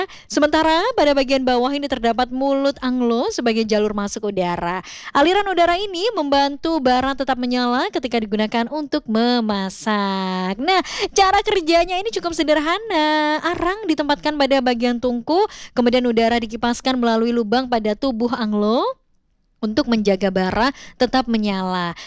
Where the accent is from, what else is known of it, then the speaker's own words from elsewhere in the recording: Java, Indonesia; kita sebagai orang Jawa